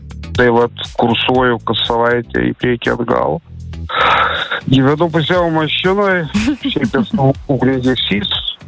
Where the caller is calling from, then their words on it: Vilnius, Vilnius County, Lithuania; Esu vilnietis, įrenginėjom sodybą Palangoj. Tai vat kursuoju kas savaitę į priekį atgal.